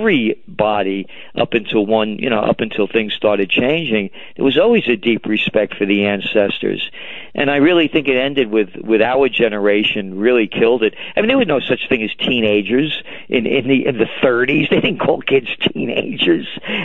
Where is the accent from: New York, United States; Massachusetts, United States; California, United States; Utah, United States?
New York, United States; I'm a New Yorker too